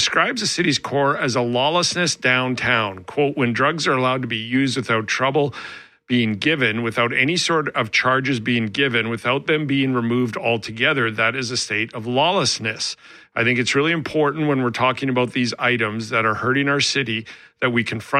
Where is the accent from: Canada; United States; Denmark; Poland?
Canada; Alberta; moved away as an adult; also born or lived in British Columbia; now in Manitoba, Canada; I was born in Southern Alberta, raised. I worked in Northern Alberta right out of college. I then moved to BC